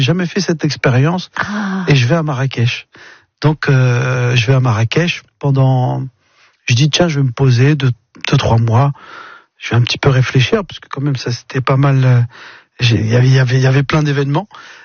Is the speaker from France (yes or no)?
yes; Mantes-la-Jolie, Île-de-France, France; je viens de Mantes-la-Jolie, d'un milieu ouvrier. On n'avait pas tous les codes et une sorte de réussite sociale.